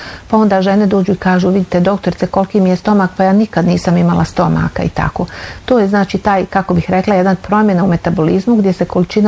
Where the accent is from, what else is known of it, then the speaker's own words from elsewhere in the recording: Orašje, Posavina, Bosnia & Herzegovina; ja sam odrasla u Orašju na Savi